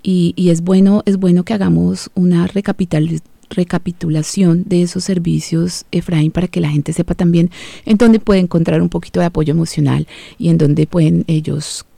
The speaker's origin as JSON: {"language": "Spanish", "country": "Colombia", "moved": "yes", "lives_now": "Australia", "said": "como colombianos, como compatriotas, estar lejos de casa"}